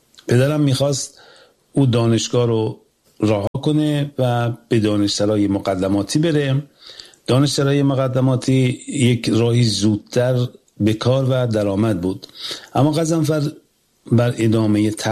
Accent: Iran; born there; زادگاه من شهر سمیلوم، شهری که در آن نابرابری و بی‌عدالتی نه مفهومی انتزاعی بلکه بخشی عریان و روزمره از زندگی مردم بوده و هست.

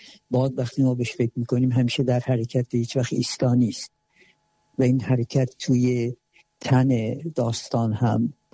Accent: Iran; من خب خودم جنوبی هستم و همچنان دوست داشتم که از جنوب و از شهرم، زادگاهم، منطقم حرف بزنم

